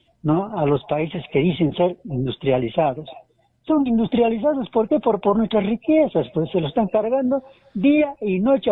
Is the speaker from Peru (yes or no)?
yes; Peru; aquí como peruanos necesitamos la industrialización de nuestra patria, en todo su sentido.